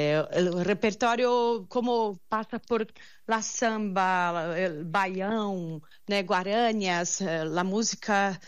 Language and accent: Spanish; Brazil; Spanish is a second language; somos cinco cantantes de Brasil que actuamos mucho por todo el territorio